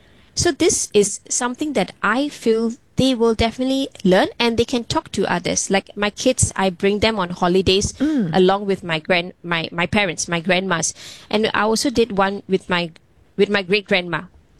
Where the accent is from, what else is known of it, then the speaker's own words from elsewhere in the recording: Singapore; I mean, as a Singaporean, right? You have your own identity, and of course, being an Indian Singaporean, what are the different cultures that we have?